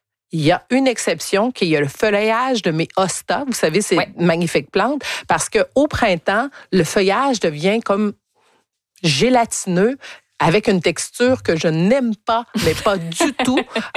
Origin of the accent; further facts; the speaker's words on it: Quebec, Canada; parce que je viens encore une fois de l'Estrie, on a des chevreuils hein, qui mangent les haies de cèdre.